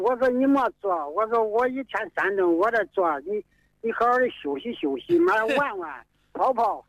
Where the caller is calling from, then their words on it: Xiangyang, Hubei, China; 我是襄阳市襄州区张井镇，我们高庄村山村的人